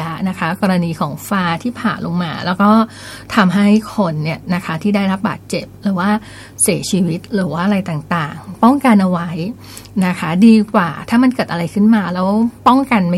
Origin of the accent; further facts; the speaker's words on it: Southern Thailand, Thailand; คือดิฉันเป็นคนใต้ไงคะ